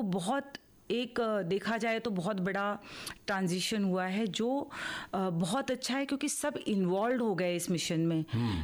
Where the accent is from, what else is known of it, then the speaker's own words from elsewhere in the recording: Uttar Pradesh, India; क्योंकि वो female foeticide से शुरू हुआ था, क्योंकि हम उत्तर प्रदेश से हैं, राजस्थान हुआ या हरियाणा हुआ